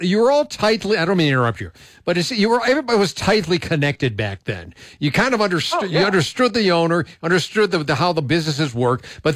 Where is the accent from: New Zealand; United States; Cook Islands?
United States; Cleveland, Ohio; I grew up in Cleveland